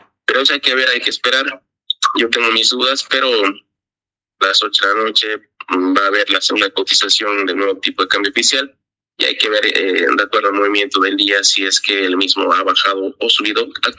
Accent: Bolivia

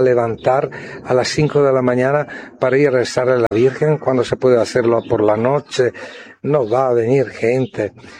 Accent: Montero, Santa Cruz, Bolivia; Yo soy de Montero. Bueno, así vamos a tener la colonia montereña también en el Quior de Santa Cruz

